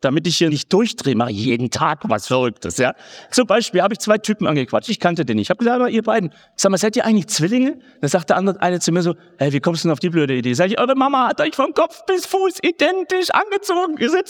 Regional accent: Swabia, Germany; ich bin selber Schwabe.

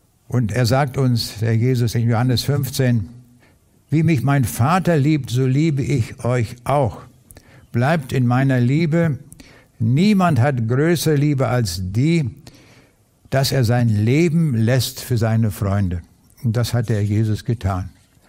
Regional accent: Lüchow, Lower Saxony, Germany; born there; Nach dem Krieg haben wir auf dem Lande gelebt, in Niedersachsen, in der äußersten Ecke von Niedersachsen. Und ich bin dort in Lüchow zur Schule gegangen.

